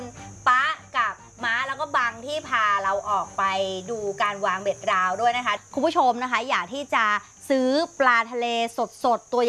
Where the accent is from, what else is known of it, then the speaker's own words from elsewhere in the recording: Southern Thailand, Thailand; ไม่ได้เราเป็นคนใต้